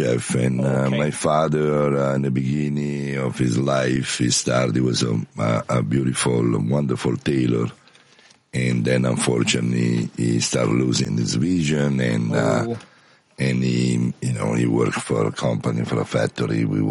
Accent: Milan, Lombardy, Italy; English is a second language; moved away as an adult; also born or lived in Naples; now in United States; But yeah, born in Naples, I was raised in Milano. I came here in America. I was 44 years old.

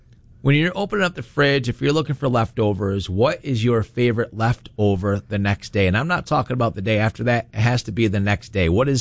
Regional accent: New York, United States; now in Syracuse, United States; because I'm not from Syracuse. I grew up outside the Rochester area. But my mom and dad were brought up in the Southern Tier.

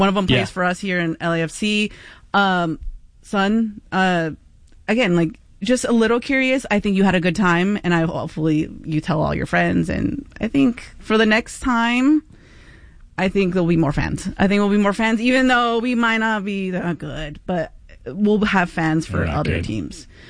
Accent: United States; I am American.

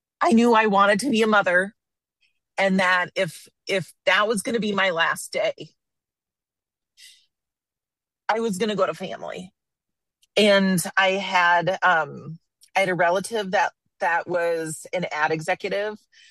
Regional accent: South Dakota, United States; moved away as an adult; also born or lived in New York City; I had never felt more like a South Dakotan in that moment than ever before in New York City. Because before that, I was, you know, we were like, oh yeah, well, we're from the Midwest

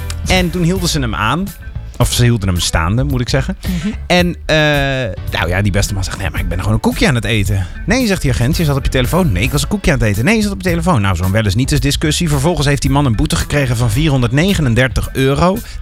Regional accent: Friesland, Netherlands; aangezien ik een Fries ben

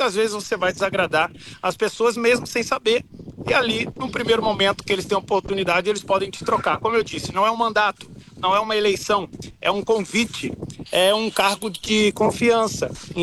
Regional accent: Brazil; born there; moved away as an adult; also born or lived in United States; Eu me mudei dos Estados Unidos para o Brasil, voltei para o meu país, né? Meu país natal, a minha nação, meu país que eu amo, mas eu estava nos Estados Unidos a trabalho. Estava 8 anos já.

